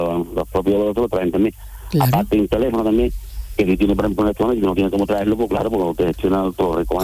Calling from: Arcos de la Frontera, Andalusia, Spain; Estoy aquí en Arco de la Frontera

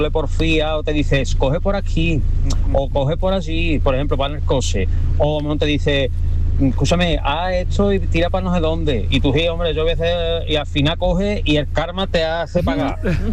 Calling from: Sanlúcar de Barrameda, Andalusia, Spain; de Sanlúcar

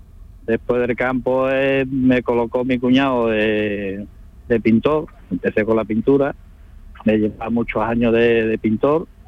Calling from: Arahal, Andalusia, Spain; Pues yo soy de Aral.

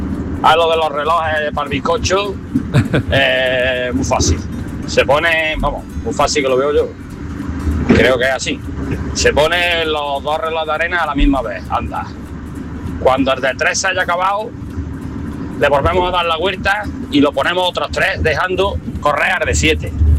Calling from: Córdoba, Andalusia, Spain; Venga, buenas tardes … de Córdoba.

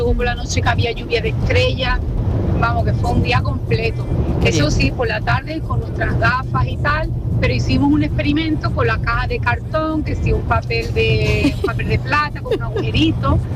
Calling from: Isla Cristina, Andalusia, Spain; Yo soy de Isla Cristina, Huelva.

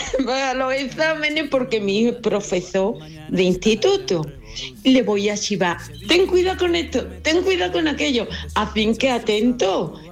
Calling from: Dos Hermanas, Andalusia, Spain; de Dos Hermanas.

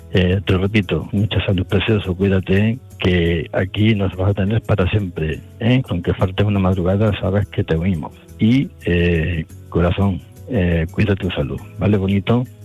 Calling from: Córdoba, Andalusia, Spain; de Córdoba

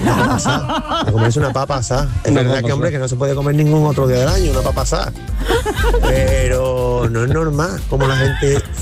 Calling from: Écija, Andalusia, Spain; la feria de mi pueblo, de Écija

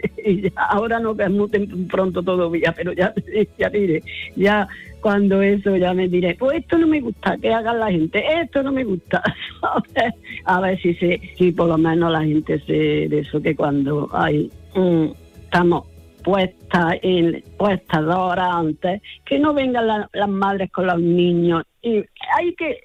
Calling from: Córdoba, Andalusia, Spain; Hola, buenos días … de Córdoba.

